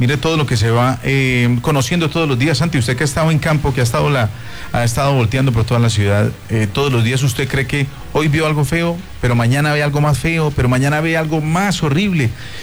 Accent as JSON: {"language": "Spanish", "town": "Roldanillo", "region": "Valle del Cauca", "country": "Colombia", "tie": "born or raised there", "said": "Bueno, vamos a direccionarnos a mi tierra natal."}